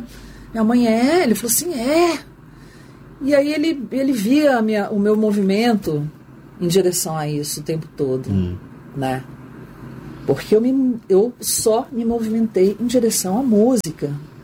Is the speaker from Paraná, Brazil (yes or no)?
no; Uberlândia, Minas Gerais, Brazil; now in Campinas, Brazil; Eu vim de Uberlândia, com uma cidade bem menor.